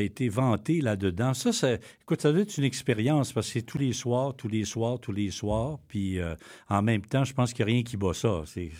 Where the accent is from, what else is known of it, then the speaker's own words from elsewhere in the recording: Saint-Jean-de-Brébeuf, Quebec, Canada; moi, je viens de Saint-Jean-de-Brébeuf, qui est pas loin de Victo. On dit pas Victoriaville, on dit Victo.